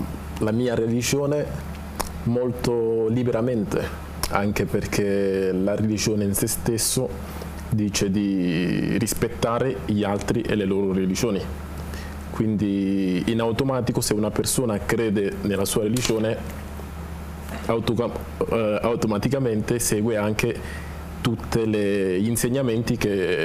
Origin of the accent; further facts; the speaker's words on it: Macerata, Marche, Italy; sono nato a Macerata, sono cresciuto, ho studiato, ho fatto tutto il mio percorso, diciamo, della mia vita qui in Italia, a Macerata. Spesso tengo molto alle mie origini e peraltro ogni anno tendo ad andare al mio paese di origine